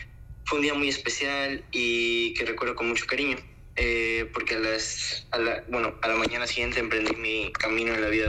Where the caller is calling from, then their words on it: Leiria, Centro, Portugal; Yo llamo desde Leiria, Portugal.